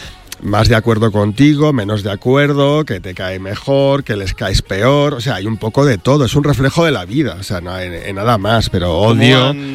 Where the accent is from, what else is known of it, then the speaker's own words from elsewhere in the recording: Tarragona, Catalonia, Spain; yo me siento español. Yo me siento español y soy catalán. Es que yo soy de Tarragona.